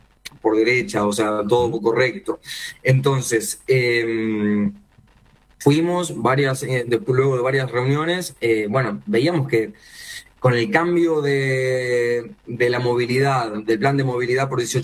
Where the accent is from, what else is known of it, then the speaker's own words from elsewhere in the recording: Montevideo, Uruguay; Somos todos montevideanos acá en su mayoría